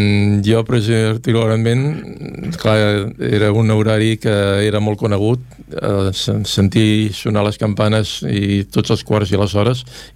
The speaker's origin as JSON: {"language": "Catalan", "town": "Esplugues de Llobregat", "region": "Catalonia", "country": "Spain", "tie": "born or raised there", "said": "Sí, jo sóc fill d'Esplugues. He nascut aquí a Esplugues, he nascut a Can Cortada, que poca gent té el privilegi d'haver-hi estat i d'haver-hi viscut."}